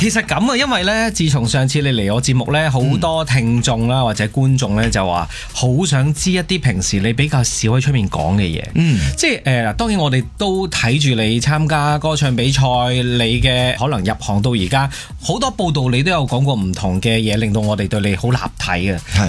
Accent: Hong Kong; 我哋香港人

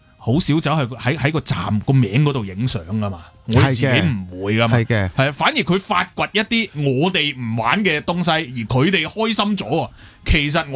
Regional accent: Hong Kong; 我哋香港人

